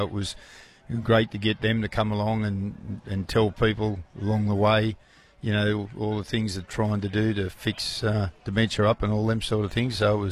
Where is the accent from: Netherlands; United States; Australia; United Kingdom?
Australia; Goolagong, New South Wales; moved away; I'm from Goolagong, where we are today.